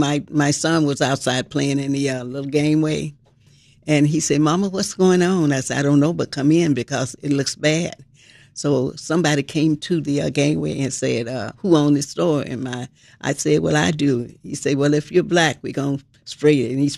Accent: Mississippi, United States; moved away as an adult; now in Chicago, United States; I came from Mississippi. But I moved over in 63 after I got married there.

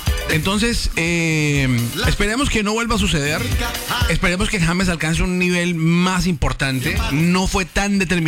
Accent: Colombia; No, pues claro, pues yo soy colombiano.

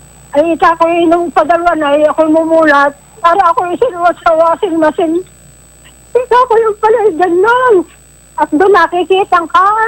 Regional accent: Padre Garcia, Batangas, Philippines; Bawi, Padre Garcia.

